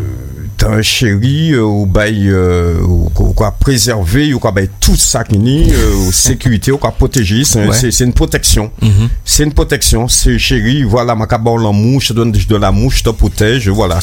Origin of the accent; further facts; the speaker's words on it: Martinique, France; Je suis de la Martinique.